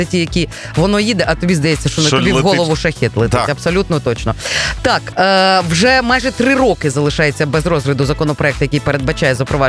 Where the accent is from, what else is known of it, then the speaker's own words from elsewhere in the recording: Kyiv, Ukraine; Це от в Києві це страшно мені, як киянка